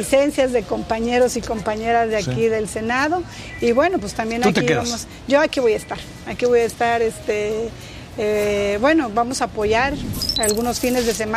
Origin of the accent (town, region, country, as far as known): Chiapas, Mexico